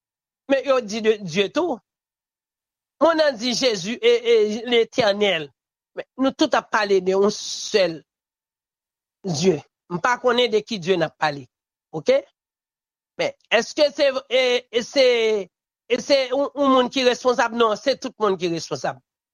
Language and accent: French; Haiti; moi-même, je sens que je suis frustré en tant que haïtien